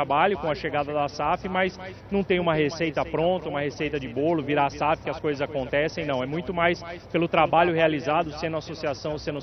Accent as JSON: {"language": "Portuguese", "region": "São Paulo", "country": "Brazil", "moved": "as an adult", "lives_now": "Brusque, Brazil", "said": "Eu tenho origem em São Paulo, né? Sou de São Paulo, trabalhei muitos anos no interior de São Paulo"}